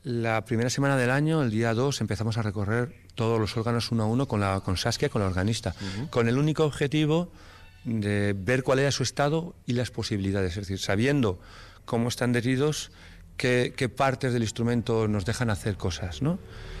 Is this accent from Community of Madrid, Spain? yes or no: no; Basque Country, Spain; en mi pueblo hay 3 órganos que uno no ha sonado nunca, yo no lo he conocido en estas últimas décadas, no me atrevo a decir en este último siglo. Y teníamos 2, uno en Santa María de Amezua, hecho que es el único órgano romántico que existía en la Rioja Alavesa